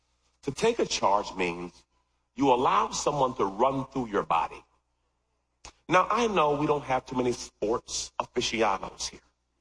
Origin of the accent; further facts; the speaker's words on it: Washington, District of Columbia, United States; I grew up in D.C., so I grew up around Patrick Ewing.